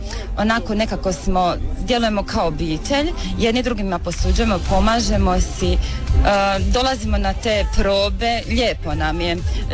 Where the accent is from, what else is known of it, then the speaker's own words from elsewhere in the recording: Cerna, Vukovar-Srijem County, Croatia; iz Cerne, dolazim sa Kudom Tomislav iz Cerne.